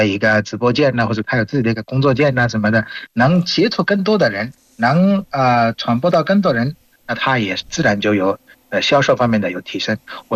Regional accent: Bangladesh; Chinese is a second language; 我是来自于孟加拉国的

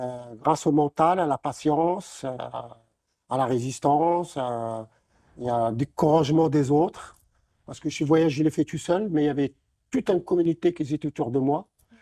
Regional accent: Morocco; born there; je suis né au Maroc et je suis parti le 7 février de Casablanca

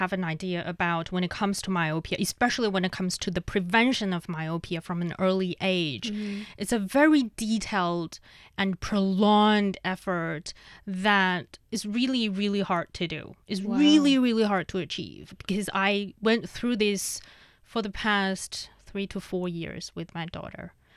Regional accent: Inner Mongolia, China; English is a second language; Yeah, I'm from Inner Mongolia.

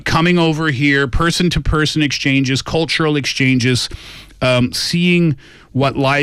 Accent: Canada; I'm from Canada. People think we live in igloos 12 months a year.

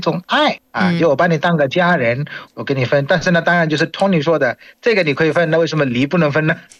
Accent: Bangladesh; Chinese is a second language; 我是来自于孟加拉国的

